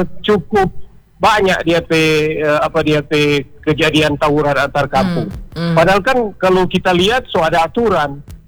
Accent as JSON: {"language": "Indonesian", "area": "Minahasa", "region": "North Sulawesi", "country": "Indonesia", "said": "kita sebagai orang Minahasa"}